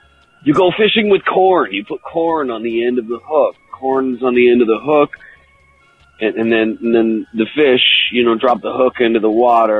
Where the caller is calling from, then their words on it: Canada; I'm calling from Canada.